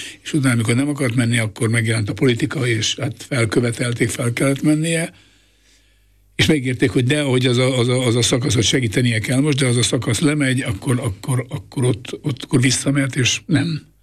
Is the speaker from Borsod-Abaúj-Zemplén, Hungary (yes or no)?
yes; Miskolc, Borsod-Abaúj-Zemplén, Hungary; én focit imádó családban nőttem föl. Eleven állok Vasgyárban, Miskolcon, ott születtem